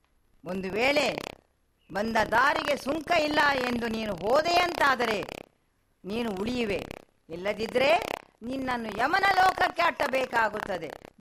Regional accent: Mangaluru, Karnataka, India; ನಮ್ಮ ಊರಲ್ಲಿ ಈ ಬೋಳೂರಲ್ಲಿ

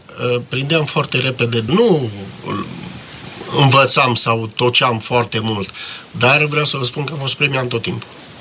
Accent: Jucu de Mijloc, Cluj County, Romania; Jucu de Mijloc, satul meu natal, care face parte din comuna Jucu, era preponderent cu legumicultură și alimenta tot Clujul.

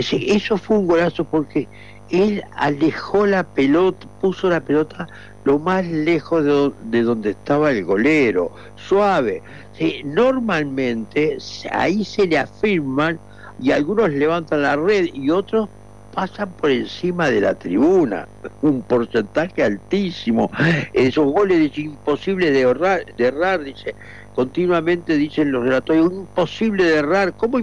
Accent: Florida, Uruguay; digo yo que soy de Florida

